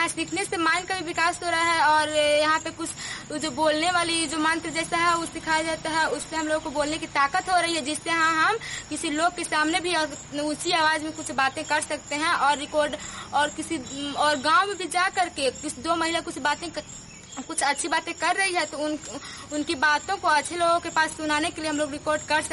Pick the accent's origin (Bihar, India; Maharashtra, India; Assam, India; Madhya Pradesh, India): Bihar, India; Kumhar; मैं कुम्हार बिहार की रहने वाली हूँ